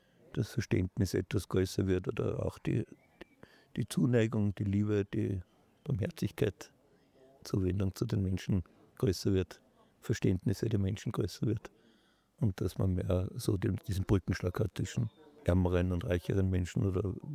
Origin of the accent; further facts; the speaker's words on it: Linz, Upper Austria, Austria; ich bin aus Linz.